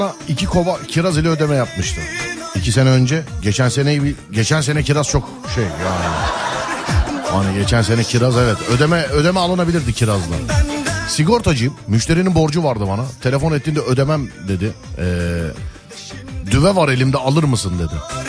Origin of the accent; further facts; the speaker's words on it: Samsun, Turkey; Ben de Samsunluyum.